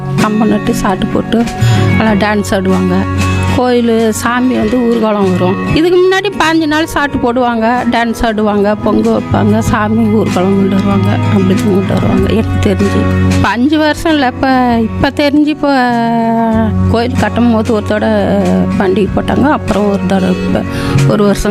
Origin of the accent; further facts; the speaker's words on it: Pazhaya Soramangalam, Tamil Nadu, India; நான் வந்து இங்கே 52 வருஷமாக நான் பிறந்து வளர்ந்து நான் அங்கே உள்ளே இருக்கிறேன். பெரிய தெருவுக்குள்ள இருப்பதான் அங்கே வந்து 15 வருஷம் ஆகுது. 5 மாதம் ஆகுது இங்கே குடி வந்து.